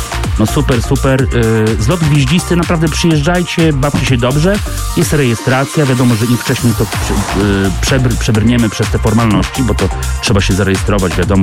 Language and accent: Polish; Warsaw, Masovian Voivodeship, Poland; i my tutaj jako warszawiacy, jako poloneziarze, fiaciarze, cyreniarze, maluchowcy